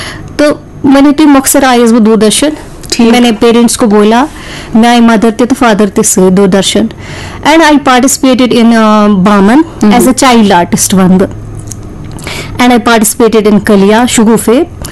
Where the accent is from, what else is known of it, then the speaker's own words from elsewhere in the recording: Jammu and Kashmir, India; born there; जी मेरी जो पैदाइश हुई है वो हुई है गुरगड़ी मोहल्ला जैना कदल में।